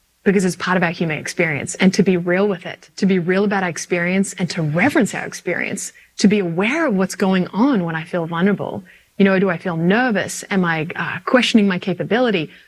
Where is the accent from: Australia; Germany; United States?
Australia; born or raised there